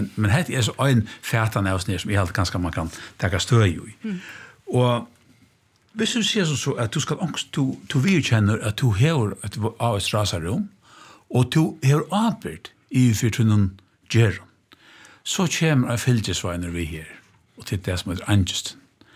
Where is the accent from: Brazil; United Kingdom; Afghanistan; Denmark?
Denmark; Swedish is a second language; det som vi danskar kallar för nödvändighet eller det här givna